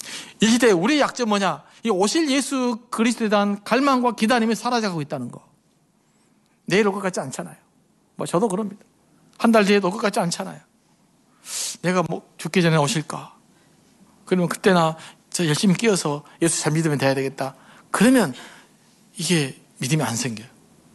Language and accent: Korean; Suncheon, South Jeolla, South Korea; 제가 이제 순천 출신인데